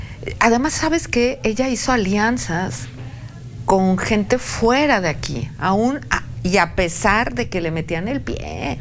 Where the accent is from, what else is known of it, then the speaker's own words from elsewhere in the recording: Mexico; como mexicanas, como mexicanos